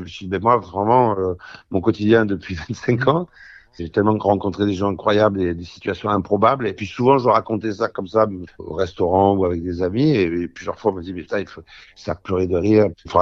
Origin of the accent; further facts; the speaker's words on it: Marseille, Provence-Alpes-Côte d'Azur, France; moi, je suis marseillais